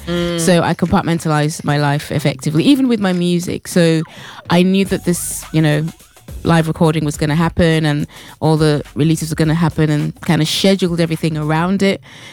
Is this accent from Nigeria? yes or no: yes; Nigeria; moved away; also born or lived in United Kingdom; So even though I was born in the UK, I grew up in Nigeria. And in that era, I was in Nigeria.